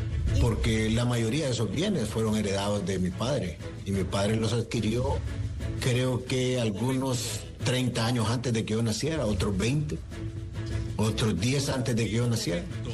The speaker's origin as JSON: {"language": "Spanish", "country": "Honduras", "moved": "as an adult", "said": "ahora ya son 4 años de no ver a mi familia, de no regresar a mi tierra."}